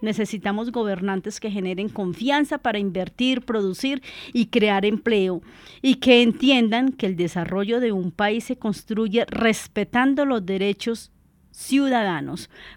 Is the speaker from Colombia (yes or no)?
yes; Colombia; hermosa canción típica de mi hermoso país, país Colombia. Soy colombiano